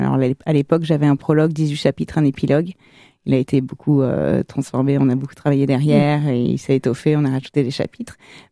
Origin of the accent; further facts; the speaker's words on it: Versailles, Île-de-France, France; also born or lived in Liverpool; now in Bordeaux, France; J'ai grandi à Versailles.